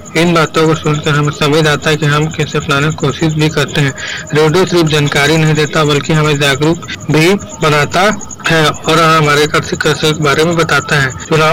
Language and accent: Hindi; Raigarh, Chhattisgarh, India; मैं रायगढ़ का रहने वाला हूँ।